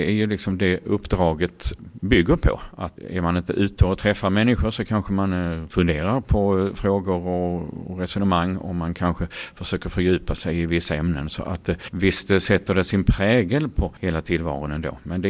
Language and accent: Swedish; Åstorp, Skåne, Sweden; moved away as an adult; now in Ängelholm, Sweden; Jag är uppväxt i Åstorps kommun och hade här en hel del politiska uppdrag.